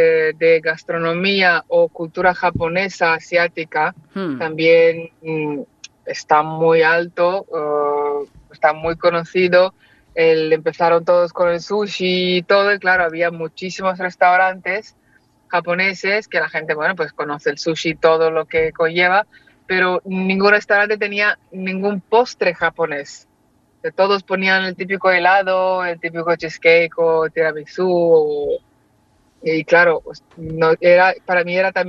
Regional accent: Moldova; now in Barcelona, Spain; En una tienda en Moldavia, de donde soy yo, hace como 10 años, y me ha parecido una buena idea y que pensé que podría triunfar en España, bueno, en Barcelona

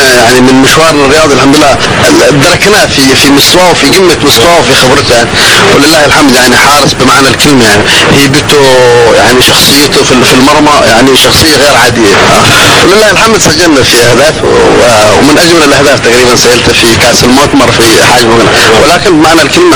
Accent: Hadhramaut, Yemen; نحن مننا 10 من حضرموت

